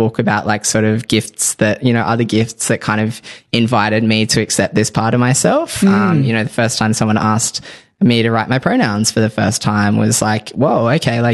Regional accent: Tamworth, New South Wales, Australia; I grew up in Tamworth, a country town in New South Wales, country music capital of Australia.

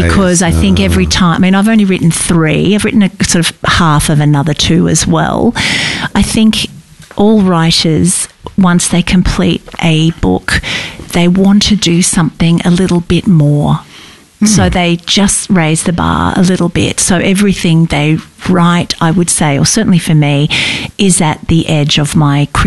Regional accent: Australia; born there; it's set in my home country, which is Australia.

